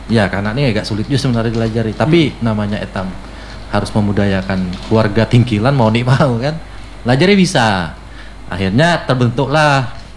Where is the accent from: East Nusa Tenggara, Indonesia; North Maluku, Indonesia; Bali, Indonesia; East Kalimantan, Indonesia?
East Kalimantan, Indonesia; Muara Kaman; Muara Kaman. Nah, hiduplah musik tingkilan Muara Kaman itu dengan anak-anak muda